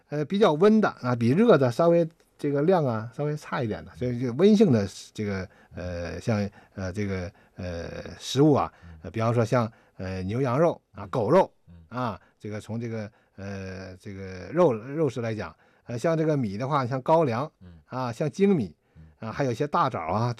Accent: Sichuan, China; 你像我们四川人呢

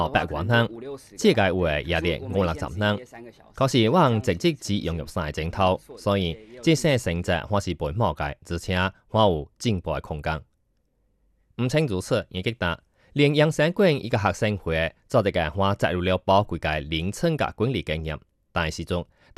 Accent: Taiwan; 毕竟我来自台湾，动手实践能力相对有兴趣

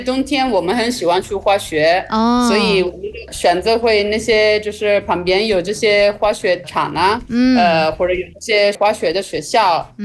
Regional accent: Italy; Chinese is a second language

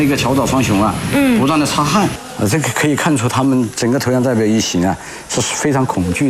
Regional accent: China; 我们中国人民为世界反法西斯战争做出了巨大的贡献。

